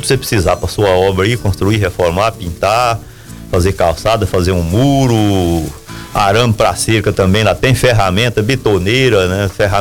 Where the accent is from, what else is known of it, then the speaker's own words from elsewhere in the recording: Uruaçu, Goiás, Brazil; Nós fomos criados junto aqui no Uruaçu